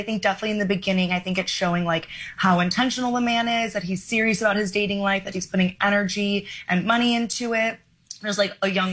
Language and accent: English; Arizona, United States; also born or lived in Florida; now in New York City, United States; I grew up in Arizona.